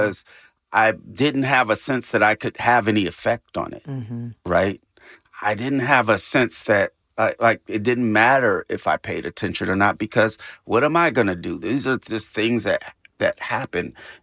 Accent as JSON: {"language": "English", "region": "California", "country": "United States"}